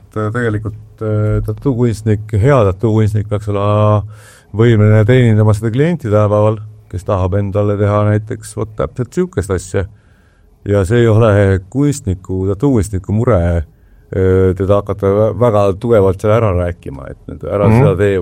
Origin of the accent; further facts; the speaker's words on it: Tallinn, Harju County, Estonia; mu sõber Aivo Erin kelle ma kasvasin Roosikest tänaval